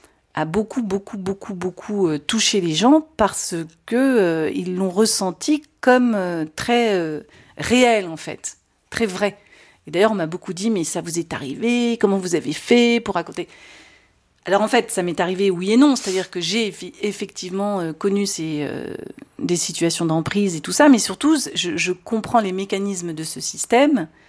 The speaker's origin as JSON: {"language": "French", "country": "France", "said": "Alors moi, en plus, je ne viens pas d'un milieu bourgeois, je viens de la France tradie, tout ce qui est de plus banal, quoi."}